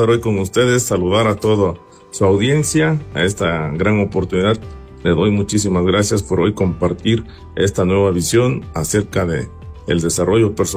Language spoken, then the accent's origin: Spanish; Tlapa de Comonfort, Guerrero, Mexico; born there; Y para ello, en el lugar donde nacimos, aquí en Tlapa de Comonfort Guerrero, tuvimos a cierta edad, más o menos en el segundo año del jardín, tuvimos una mala experiencia con el dinero.